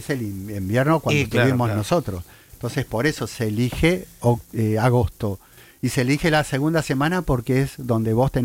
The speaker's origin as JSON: {"language": "Spanish", "country": "Argentina", "said": "somos reacios los argentinos."}